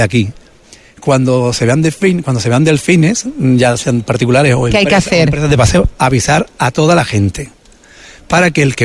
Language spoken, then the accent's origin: Spanish; Isla Cristina, Andalusia, Spain; De Isla Cristina, de mi pueblo